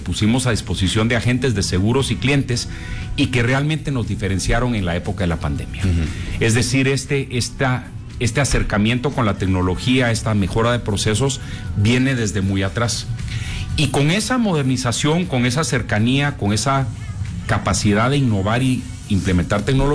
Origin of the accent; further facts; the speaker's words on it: Guatemala; como guatemaltecos tenemos que recordar